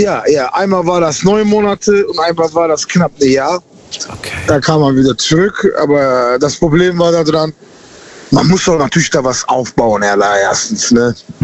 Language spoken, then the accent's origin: German; Cologne, North Rhine-Westphalia, Germany; Ja, aus Köln.